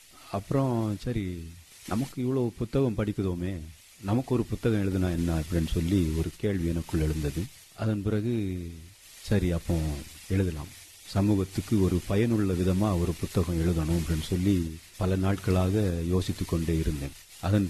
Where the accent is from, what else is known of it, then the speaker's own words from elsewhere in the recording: Kadiyapattinam, Tamil Nadu, India; அந்த ஒரு அழகான ஒரு ஊர். இயற்கை காட்சிகளெல்லாம் சூப்பராக இருக்கும் பார்க்கறதுக்கு. அந்த மாதிரி ஒரு நல்ல ஒரு கிராமத்தில் நான் பிறந்து வளர்ந்து அங்கே வந்து 7ஆம் வகுப்பு வரை படித்திருக்கிறேன்.